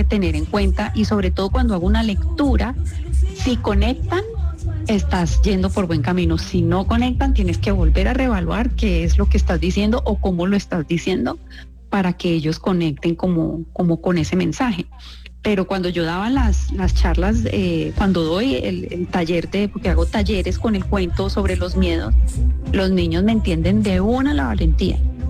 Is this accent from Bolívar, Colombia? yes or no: no; Cali, Valle del Cauca, Colombia; somos muy caleñas, nos encanta la salsa.